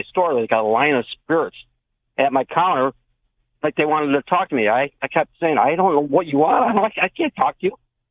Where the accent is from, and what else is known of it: New York, United States; now in Maui, United States